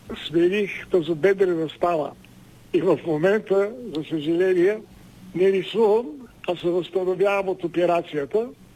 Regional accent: Plovdiv, Plovdiv Province, Bulgaria; moved away as an adult; also born or lived in Parvomay; Пловдив е моя родния град, който аз безкрайно много обичам. Там съм израствал, всъщност аз съм роден в Първомай. Бил съм на 4 или 5 години, когато баща ми се привества в семейството ни, семейство в Пловдив. И имах възможността да живея на пъпа на Пловдив

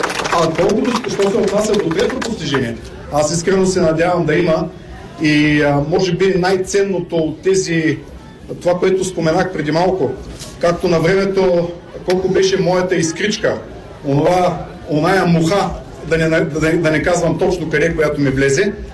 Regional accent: Razgrad, Razgrad Province, Bulgaria; born there; also born or lived in Russia; now in Varna, Bulgaria; Да, аз съм българин, хора. Нали? Роден съм в Разград, защото в Кубате нямало родилно отделение 67-ма година. След това съм живял в Русия до 86-та.

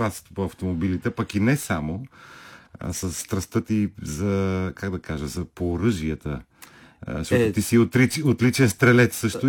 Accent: Zhitnitsa, Plovdiv Province, Bulgaria; моето родно село Житница.

